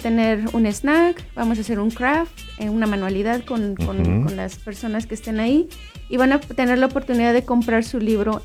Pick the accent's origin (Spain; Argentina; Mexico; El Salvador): Mexico; now in Neligh, Nebraska, United States; los que somos mexicanos